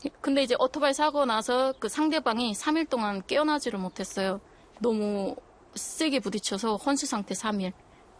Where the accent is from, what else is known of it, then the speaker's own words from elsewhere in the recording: North Korea; moved away as an adult; also born or lived in China; now in South Korea; 나는 북한 사람이니까 호적이 없잖아요.